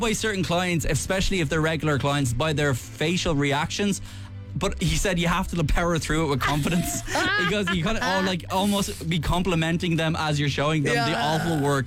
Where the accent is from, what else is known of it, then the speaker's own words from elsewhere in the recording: Ireland; You'd almost debate it as an Irish person.